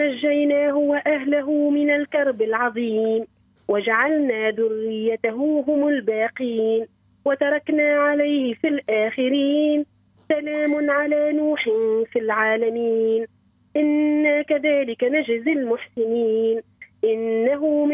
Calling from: Tunisia

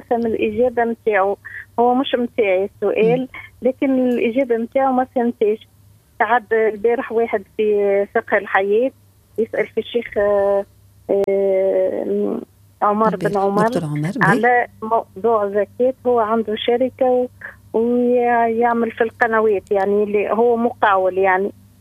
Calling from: Tunis, Tunisia

